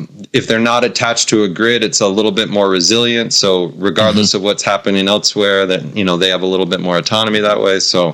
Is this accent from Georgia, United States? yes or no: no; Spokane, Washington, United States; born there; now in Bellingham, United States; I was born in Spokane, where a lot of the fires are.